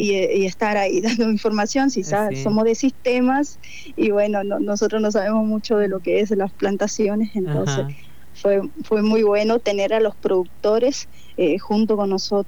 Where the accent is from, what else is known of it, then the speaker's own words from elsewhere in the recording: Las Tunas, Misiones, Argentina; moved away as an adult; now in Apóstoles, Argentina; Bien, yo soy de Las Tunas. Uh-huh. Me trasladé hasta la ciudad de Apóstoles para poder seguir la carrera del profesorado en computación.